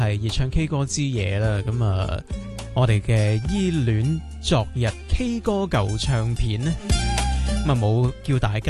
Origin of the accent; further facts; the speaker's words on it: Hong Kong; 即系身为香港人啦